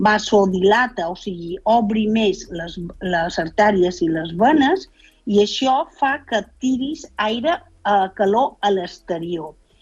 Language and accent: Catalan; Balearic Islands, Spain; accent: not central Catalan (island Catalan); Si vius a les illes, com són jo, i ja tothom se'n deu haver donat compte que el meu català no és el català central